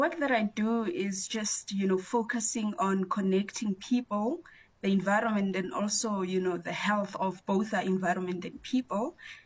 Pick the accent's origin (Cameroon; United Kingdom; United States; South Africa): South Africa; Limpopo; I grew up in Limpopo